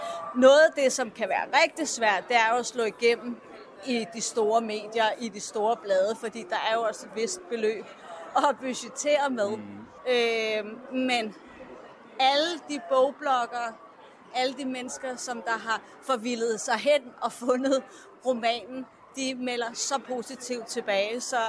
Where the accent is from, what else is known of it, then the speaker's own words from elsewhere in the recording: Copenhagen, Capital Region of Denmark, Denmark; Det er jeg. Er fra Vesterbro.